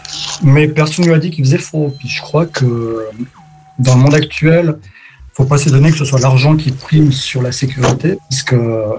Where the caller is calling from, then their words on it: Switzerland; Voilà, sinon, bon, ben moi je suis en Suisse